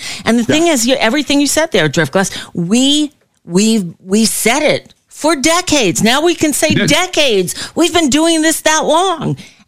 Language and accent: English; New York City, New York, United States; I grew up in New York, and then I worked in New York in the first half of the 80s I was there.